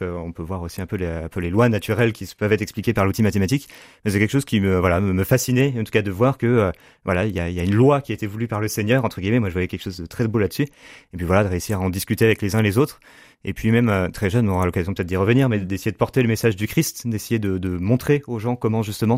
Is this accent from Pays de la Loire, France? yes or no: yes; Le Mans, Pays de la Loire, France; Moi, j'ai grandi au Mans, donc j'ai fait mon collège-lycée, enfin école-collège-lycée au Mans